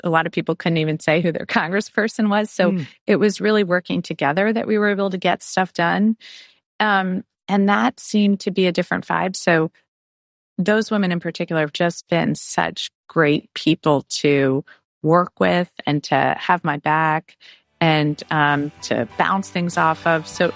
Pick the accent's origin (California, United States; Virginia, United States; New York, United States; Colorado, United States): Virginia, United States; born there; I was born in Virginia.